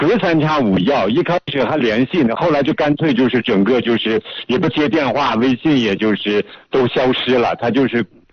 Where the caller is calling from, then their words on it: Hohhot, Inner Mongolia, China; 我是呼和浩特的。